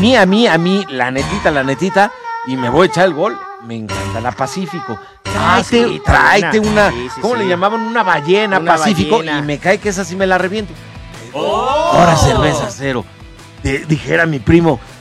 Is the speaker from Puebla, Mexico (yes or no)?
yes; Puebla, Mexico; Yo soy poblano.